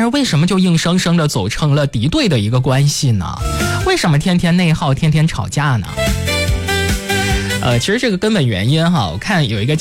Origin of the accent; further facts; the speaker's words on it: Guangdong, China; 有点像我们广东话讲的鸡同鸭讲